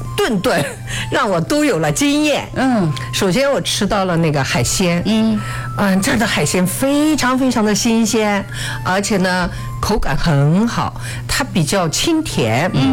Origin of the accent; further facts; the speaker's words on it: southern China, China; 我是南方人，南方人呢，应该来说这个口味啊，就是会比较清淡一点啊